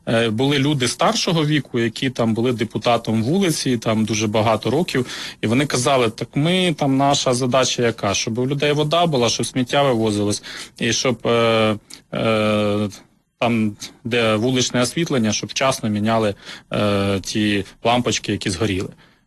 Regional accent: Mykolaiv Oblast, Ukraine; also born or lived in Hlukhiv, Sumy Oblast; Потім батьки мої переїхали на Миколаївщину, в село, де вся батькова родина, де мій батько народився. Там народилися мої брат і сестра. Але це північна частина Миколаївщини.

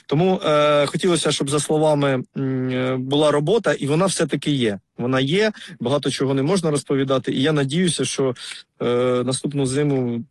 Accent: Poltava Oblast, Ukraine; в нас Полтавщина видобуток газу

